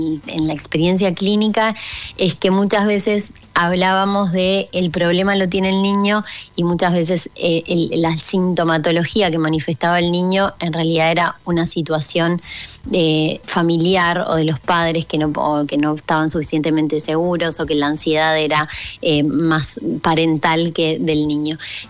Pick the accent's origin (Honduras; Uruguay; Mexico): Uruguay; also born or lived in Argentina; yo mis dos maestrías en especialista en niños y en adolescentes las hice allá en Buenos Aires, así que soy mitad uruguaya, mitad argentina.